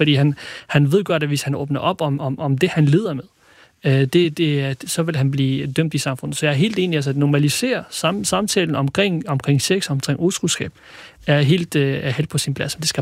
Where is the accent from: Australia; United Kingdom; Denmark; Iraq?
Iraq; Jeg er kurder fra Irak oprindeligt.